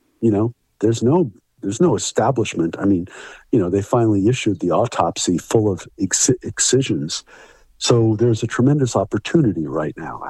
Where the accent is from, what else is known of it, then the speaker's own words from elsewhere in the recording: New York, United States; …, I'm a New Yorker, basically.